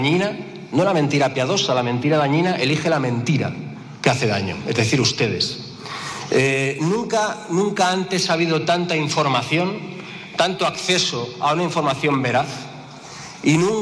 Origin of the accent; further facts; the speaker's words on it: Catalonia, Spain; Yo soy catalán, yo soy independentista, yo soy republicano y Cataluña vota diferente.